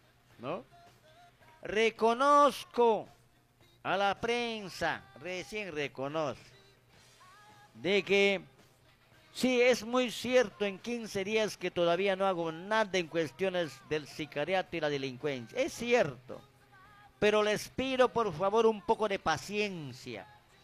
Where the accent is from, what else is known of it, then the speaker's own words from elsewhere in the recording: Peru; yo soy peruano